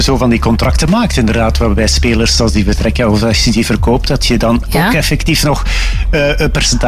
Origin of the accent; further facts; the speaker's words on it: Flanders, Belgium; Nee, ik ben een typische Vlaming.